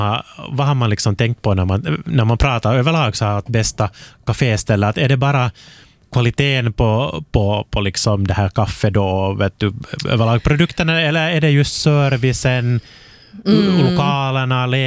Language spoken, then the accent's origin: Swedish; Porvoo, Uusimaa, Finland; Jag blev lite förvånad över att min hemstad, alltså Borgå, inte fanns med här